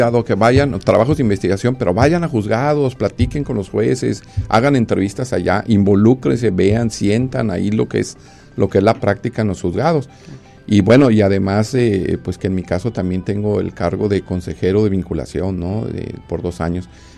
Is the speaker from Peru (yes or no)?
no; Guadalajara, Jalisco, Mexico; born there; now in Tijuana, Mexico; yo por ejemplo soy de Guadalajara, tijuanense, pero nacido en Guadalajara